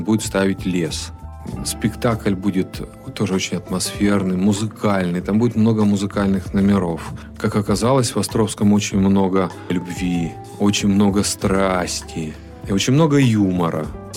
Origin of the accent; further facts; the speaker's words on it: Chelyabinsk, Chelyabinsk Oblast, Russia; которую я очень-очень люблю и которой я горжусь, как любой челябинец.